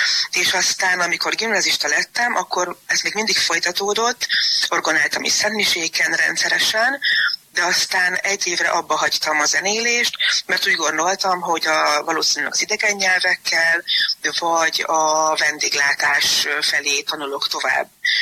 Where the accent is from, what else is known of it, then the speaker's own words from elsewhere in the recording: Bátaszék, Tolna, Hungary; Igen, én valóban cukrász családból származom, az édesapám cukrászmester volt, és az édesanyámmal együtt vezették, hát tulajdonképpen egész életükben, a cukrászdát Bátaszéken, a templomnál, a templom téren.